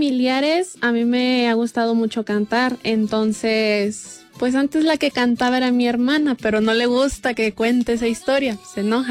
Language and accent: Spanish; Ayutla de los Libres, Guerrero, Mexico; Yo soy de Ayutla de los Libres, Guerrero.